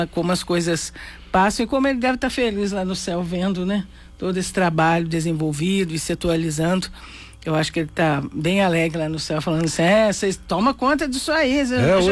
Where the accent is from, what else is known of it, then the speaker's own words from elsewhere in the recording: São Lourenço, Minas Gerais, Brazil; E como eu sou de São Lourenço, não é tão longe de Aparecida.